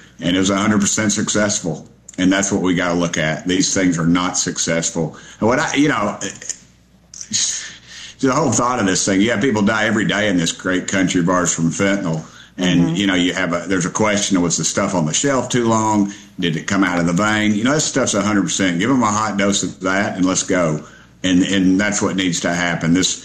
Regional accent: Knoxville, Tennessee, United States; I grew up in Knoxville. I've been here my whole life.

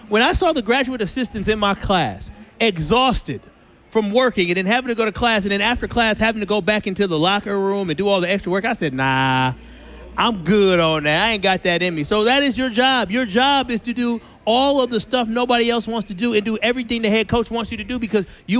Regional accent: Mount Pleasant, United States; I know you and my dad was cool back because, you know, I grew up in Mount Pleasant. He grew up in Mount Pleasant.

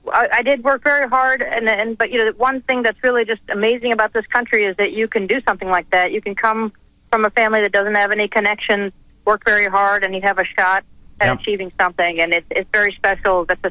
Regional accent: Brooklyn, New York, United States; born there; And I was born in New York. I was born in Coney Island, Brooklyn. And I grew up around the country, actually. We moved around growing up.

